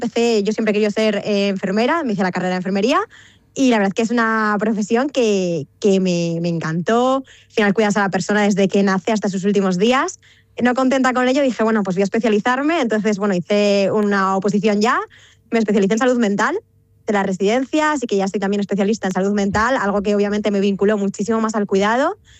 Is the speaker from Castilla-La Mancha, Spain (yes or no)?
yes; Guadalajara, Castilla-La Mancha, Spain; Sí, me he venido hoy, yo soy de Guadalajara, pero bueno, me he venido hoy a pasar aquí